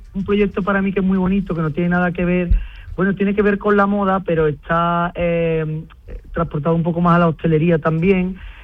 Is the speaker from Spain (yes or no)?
yes; Andalusia, Spain; Aquí es la parte de la Sierra Norte, donde yo he crecido, desde donde sale todo mi trabajo, porque tuve claro desde el principio que todo lo que se fabricase iba a ser desde mi pueblo, se iba a sacar todo desde aquí, desde mi lugar de origen.